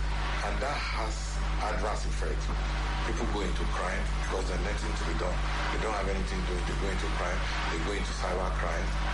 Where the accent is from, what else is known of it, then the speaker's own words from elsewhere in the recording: Nigeria; You as a Nigerian